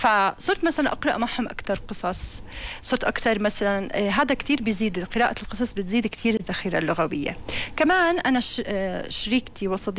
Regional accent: Jordan; first language Arabic; نحن اللغة العربية هي لغتنا نحن كأردنيين وكعرب

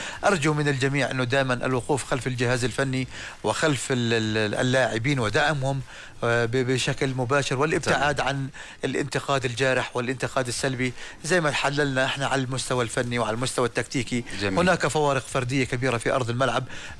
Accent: Jordan; عندنا بالأردن

